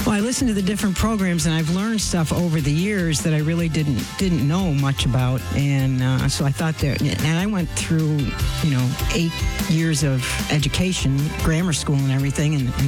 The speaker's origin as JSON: {"language": "English", "town": "Wheatfield", "region": "New York", "country": "United States", "said": "I'm from Wheatfield"}